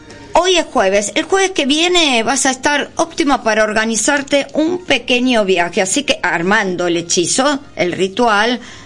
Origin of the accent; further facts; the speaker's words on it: Entre Ríos, Argentina; Hola, Jime, soy de Entre Ríos, leonino, una carta.